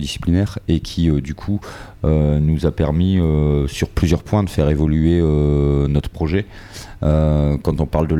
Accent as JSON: {"language": "French", "town": "Outreau", "region": "Hauts-de-France", "country": "France", "also_born_or_lived": "Calais / Lille", "said": "moi je viens de Outreau pour être précis"}